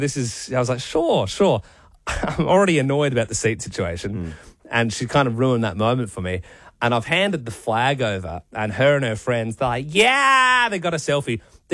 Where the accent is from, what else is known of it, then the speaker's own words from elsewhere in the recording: Australia; we're all Australian and we're Australia is representing Australia, this multicultural Australia